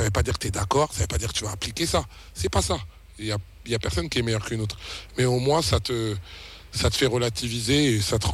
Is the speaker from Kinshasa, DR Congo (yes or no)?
yes; Kinshasa, DR Congo; born there; now in Abidjan, Côte d'Ivoire; Moi, j'habite à Abidjan, je suis né à Kinshasa